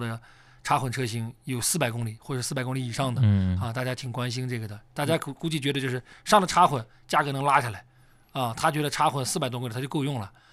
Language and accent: Chinese; Inner Mongolia, China; accent: Inner Mongolian with northern Shaanxi accent; 这是我们陕北口音的内蒙话啊，就是巴盟跟沂蒙一带的。